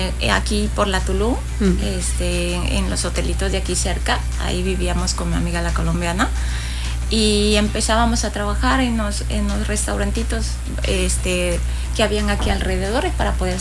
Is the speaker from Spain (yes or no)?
no; Honduras; moved away as an adult; now in Cancún, Mexico; Cuando yo estaba en Honduras con un grupo de amigas